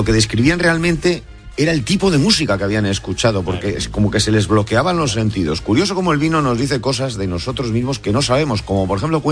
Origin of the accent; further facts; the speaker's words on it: Basque Country, Spain; Como vasco que soy, como ha dicho Navarro, agradezco a mis compañeros de ITV la sinceridad.